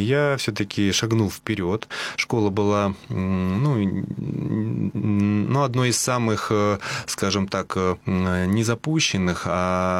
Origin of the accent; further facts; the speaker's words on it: Sovetsk, Kaliningrad Oblast, Russia; Нет, я и сам из Калининграда.